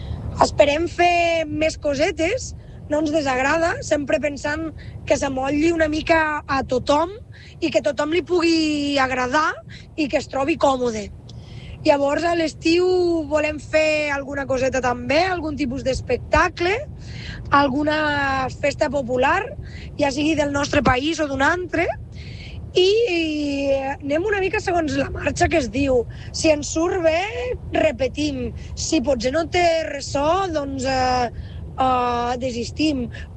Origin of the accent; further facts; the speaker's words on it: Catalonia, Spain; la zona de Lleida, d'on sóc jo.